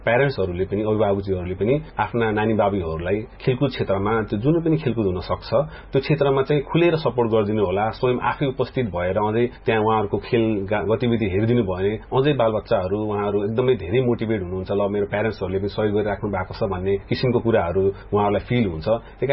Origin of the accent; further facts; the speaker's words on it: Tikapur, Sudurpashchim Province, Nepal; शुरूआती चरण टीकापुरबाट हाम्रो बाल्यकाल हामीले खेल्ने चरणका कुराहरू सुरु गर्दैछौ।